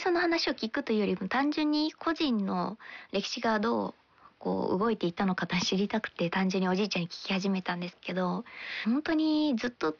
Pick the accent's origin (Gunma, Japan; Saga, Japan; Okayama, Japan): Gunma, Japan; 私もう群馬出身なんで、